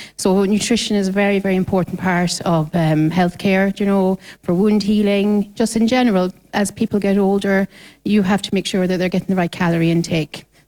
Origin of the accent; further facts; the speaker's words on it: Scotland, United Kingdom; also born or lived in Dublin; now in Mayo, Ireland; Well, and no, I wasn't from Dublin. I'm originally from Scotland.